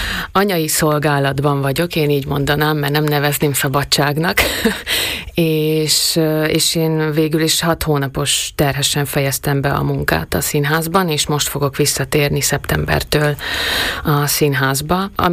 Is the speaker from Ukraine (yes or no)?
no; Svodín, Nitra Region, Slovakia; now in Pezinok, Slovakia; sokat vagyunk apukámnál Komáromba, meg Szőgyénben, ugye, ahonnan én származom, a nagypapáméknál, meg a nevelőanyukámnál, és meg aztán otthon Pezinokban, még Pezinokban lakunk.